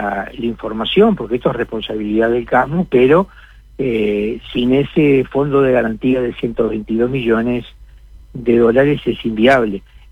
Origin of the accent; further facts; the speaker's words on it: Uruguay; somos todos los uruguayos.